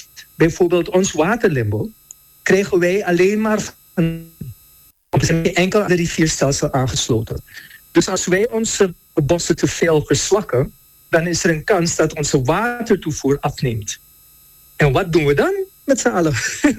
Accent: Suriname; dat is de overweging die wij moeten maken als Surinamers, toch?

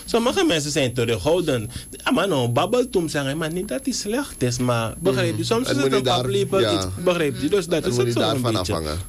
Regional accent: Suriname

